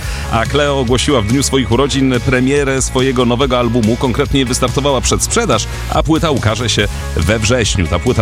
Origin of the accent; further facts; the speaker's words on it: Łódź, Łódź Voivodeship, Poland; Ja w centrum Łodzi się wychowywałam na podwórku.